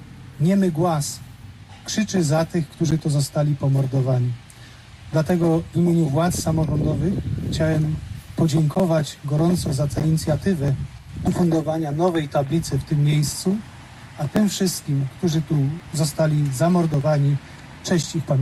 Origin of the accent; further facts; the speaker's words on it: Zebrzydowice, Silesian Voivodeship, Poland; Takim właśnie miejscem u nas w Zebrzydowicach jest to, obok którego stoimy.